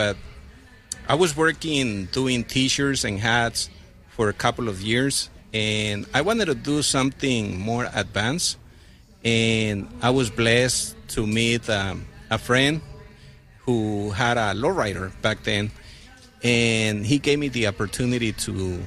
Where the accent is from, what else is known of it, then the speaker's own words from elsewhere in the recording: Visalia, California, United States; I'm from Visalia, California.